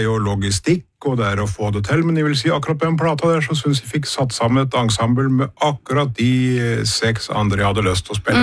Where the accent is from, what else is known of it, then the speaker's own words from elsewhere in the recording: Modum, Buskerud, Norway; jeg kom fra Modum, og det kommer derfra, og når jeg vokste opp så var nok trekspill absolutt det nærmeste instrumentet for meg. Det var for det første veldig stor trekspillkultur i distriktet